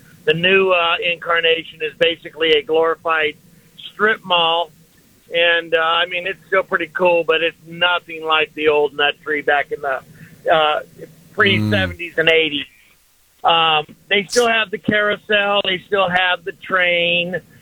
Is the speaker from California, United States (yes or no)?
yes; Vacaville, California, United States; also born or lived in Hawaii; So I'm an old Vacan. You and I are the same age, and I grew up in Vacaville and born and raised Californian.